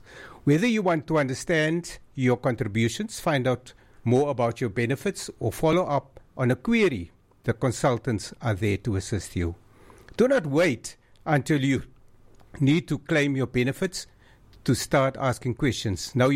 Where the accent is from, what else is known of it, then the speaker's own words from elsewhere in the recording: George, Western Cape, South Africa; I am from George.